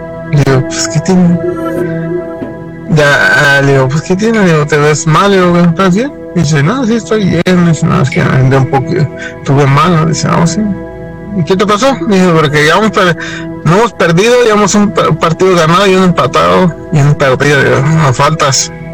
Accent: San Luis Potosí, Mexico; now in Las Vegas, United States; Yo vengo de... soy nativo de San Luis Potosí.

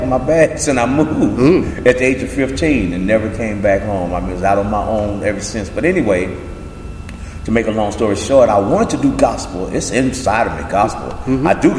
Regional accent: East St. Louis, Illinois, United States; born and raised in East St. Louis, Illinois.

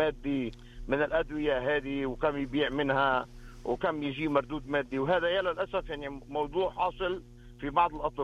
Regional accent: Lebanon; أنا لبناني.

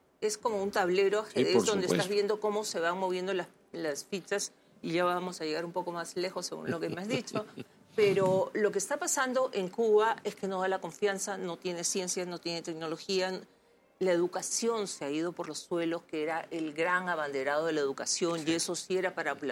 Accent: Peru; como peruanos, ver que una potencia científica y tecnológica invierta no su dinero, sino que venga a poner ciencia y tecnología en nuestro país

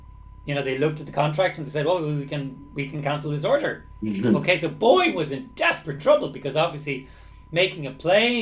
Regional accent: Ireland; moved away as an adult; now in Poland; I'm from Ireland

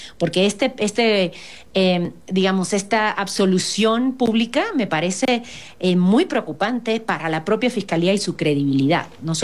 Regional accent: Cuba; now in Mexico; porque yo pues nací en Cuba y es parte del discurso con el que yo crecí, de este antiimperialismo muy arraigado

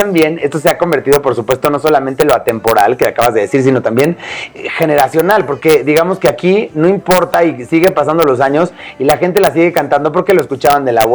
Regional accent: Mexico

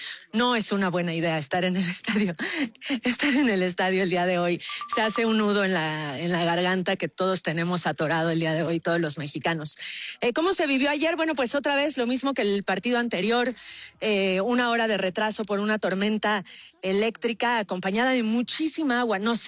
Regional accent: Mexico; Vivi, creo que hay que destacar lo que hicimos como mexicanos, más allá del funcionamiento del equipo

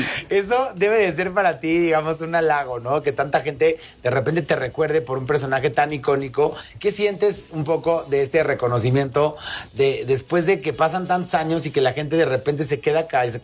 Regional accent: Mexico; no solamente nos han encantado a nosotros como mexicanos

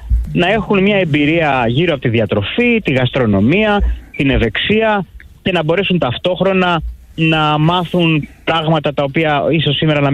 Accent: Central Greece, Greece; Όχι, είμαι από την Εύβοια, είναι λίγο παραπλανητικό το επώνυμο.

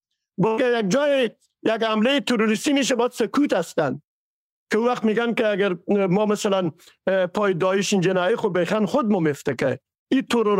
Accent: Herat, Afghanistan; همین امروز به شمول شخص خودمه که از هرات هستم

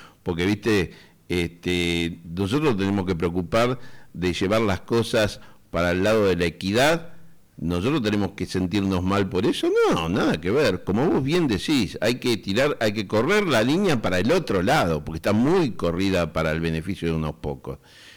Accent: Argentina

